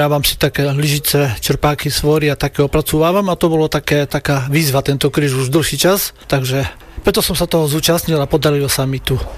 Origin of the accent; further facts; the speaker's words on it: Košice Region, Slovakia; som z Nalabukova, to je na Spiši, Dolný Spiš. Takže odtiaľ.